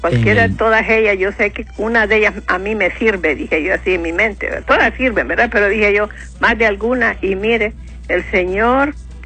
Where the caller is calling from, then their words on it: Tegucigalpa, Francisco Morazán, Honduras; Le llamo de aquí, de la colonia Kennedy.